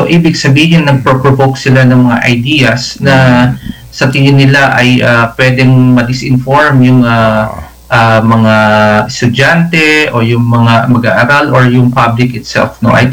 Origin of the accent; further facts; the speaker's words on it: Cagayan Valley, Philippines; moved away; ako mismo, taga Cagayan ako. Doon ako pinanganak at lumaki hanggang high school. Nag-aral ako doon